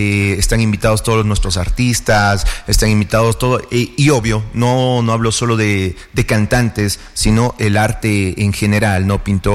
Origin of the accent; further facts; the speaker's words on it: Pujilí, Cotopaxi, Ecuador; amando más a mi tierra Pujilí.